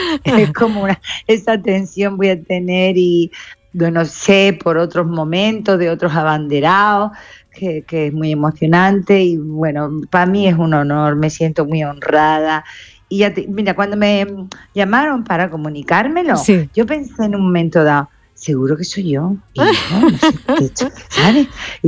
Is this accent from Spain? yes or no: yes; Málaga, Andalusia, Spain